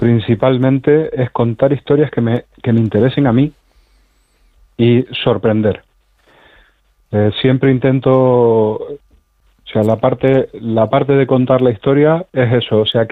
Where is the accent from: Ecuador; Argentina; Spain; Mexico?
Spain; Canary Islands; moved away; Y de pronto explota un volcán en mi isla. Yo ya no vivo allí hace mucho.